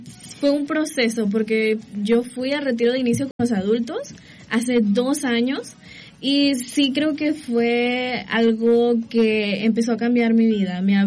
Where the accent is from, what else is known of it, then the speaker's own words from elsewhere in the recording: San Miguel, El Salvador; Soy de San Miguel, El Salvador.